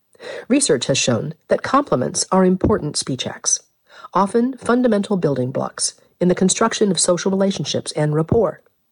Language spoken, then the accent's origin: English; Washington, District of Columbia, United States; had recently visited my hometown of Washington, D.C.